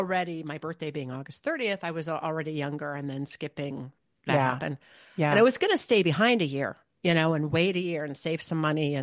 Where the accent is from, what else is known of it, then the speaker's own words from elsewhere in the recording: Midwest, United States; born there; also born or lived in Ohio; I grew up in Michigan and Ohio.